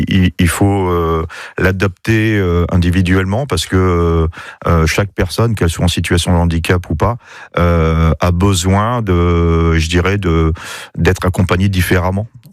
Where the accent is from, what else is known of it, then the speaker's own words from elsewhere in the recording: Bailleul, Hauts-de-France, France; also born or lived in Lille; je suis un vrai nordiste, un vrai ch'ti, et j'ai vécu à Bailleul depuis que je suis tout petit, je suis sur Bailleul.